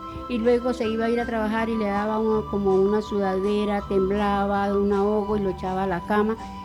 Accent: Suaita, Santander, Colombia; Vengo de Suaita.

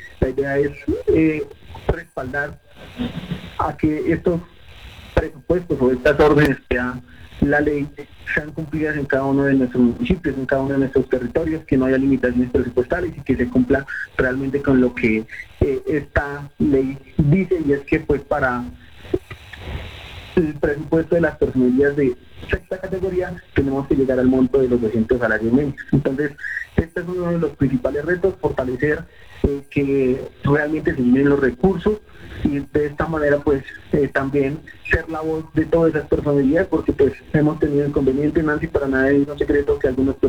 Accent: Ramiriquí, Boyacá, Colombia; luego estuve en mi tierra, en Ramiriquí, donde estoy oriundo.

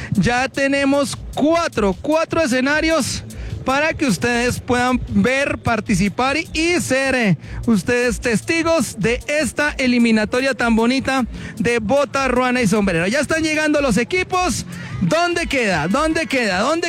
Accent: Boyacá, Colombia; así somos los boyaquitos, así somos los boyacenses. Boyaquito sigo siendo, boyaco de Boyacá, paisano de mis paisanos, cuna de la libertad. Boyaquito sí soy yo, boyacenses somos todos.

